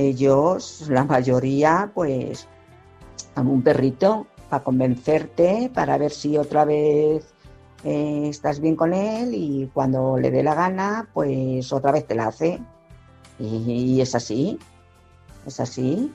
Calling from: Madrid, Community of Madrid, Spain; de Madrid.

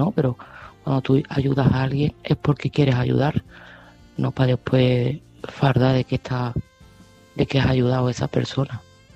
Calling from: Seville, Andalusia, Spain; de Sevilla y este mensaje va para Luis.

